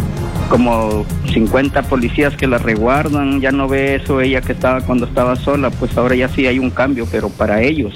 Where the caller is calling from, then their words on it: Tumbes, Peru; Acá en Tumbes se escuchan detonaciones